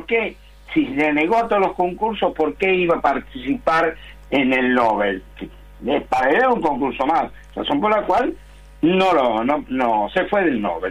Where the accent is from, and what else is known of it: La Boca, Buenos Aires, Argentina; born there